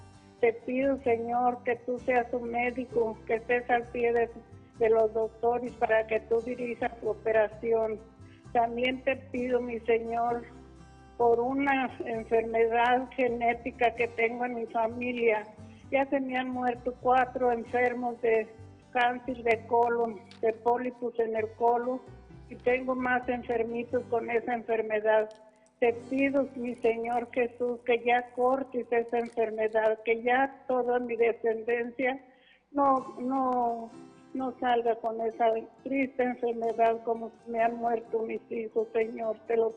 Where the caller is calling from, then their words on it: Los Reyes, Michoacán, Mexico; De Los Reyes, Michoacán.